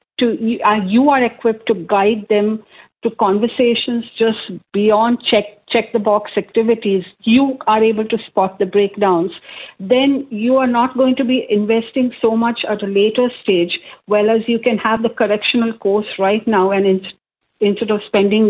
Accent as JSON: {"language": "English", "country": "India", "said": "So, Mildred, going back to the days, I come from India and one of the things that whenever I was employed, We had a medical health checkup"}